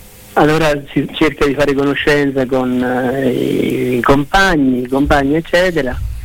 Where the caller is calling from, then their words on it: Mogliano, Marche, Italy; Gli ho detto di Mogliano.